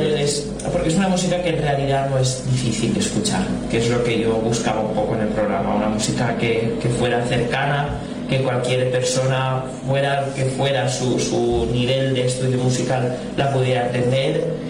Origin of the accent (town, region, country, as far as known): Valencian Community, Spain